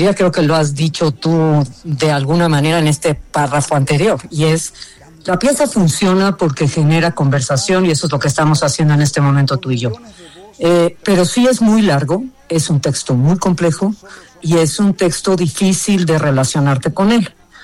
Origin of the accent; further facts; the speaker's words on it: Mexico; nuestra propia selección de los mexicanos